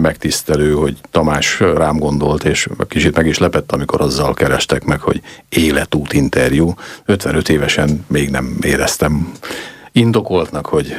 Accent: Hajdúvid, Hajdú-Bihar, Hungary; moved away as an adult; also born or lived in Budapest; tehát én egy hajdubihari kisfaluban éltem, mellette lévő városban, Hajdúböszörményben születtem, és egy olyan falu, amiről beszélünk, Hajdúvid, ahol nem volt és a mai napig nincs is templom, ez egy szocialista falu

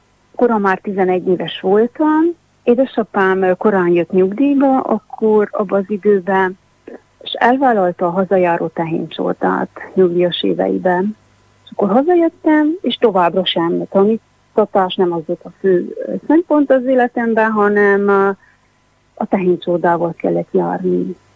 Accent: Madéfalva, Harghita, Romania; also born or lived in Gyimes / Tusnád; hónapos voltam, amikor 86 elején kiköltöztünk Madéfalvára. Én Madéfalván éltem, ott nőttem fel, és volt egy szakasz, egy 3 év az életemből, amikor Nagy Tusnádon éltem, a nagylány testvéremnél, és utána vissza Madéfalvára, és aztán ott cseperedtem fel.

